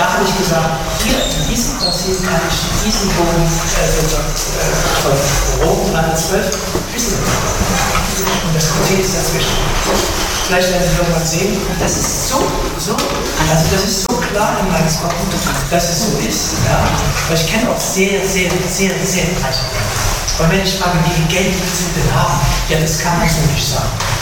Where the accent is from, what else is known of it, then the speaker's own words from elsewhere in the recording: Halle, Saxony-Anhalt, Germany; Vielleicht wissen Sie es, meine Eltern waren Iraner. Ich bin hier groß geworden, übrigens von 0 bis 7 bin ich in Halle groß geworden. Ich bin in der ersten Klasse in Halle gewesen.